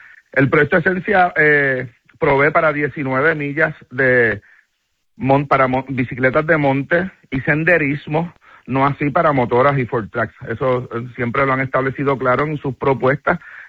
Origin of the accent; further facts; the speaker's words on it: Cabo Rojo, Puerto Rico; De toda la vida. Nací en el hospital de Mayagüez y tan pronto le dieron de alta a mi mamá, pues regresé a Cabo Rojo.